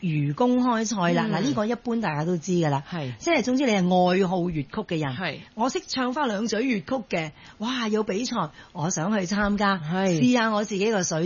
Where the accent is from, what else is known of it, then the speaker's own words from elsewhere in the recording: Guangdong, China; 咁但係當然我哋本身係廣東人嚟噶嘛。